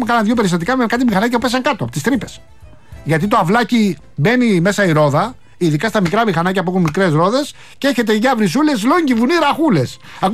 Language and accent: Greek; Rafina, Attica, Greece; Καλημέρα στην πατρίδα μου, στη Ραφίνα.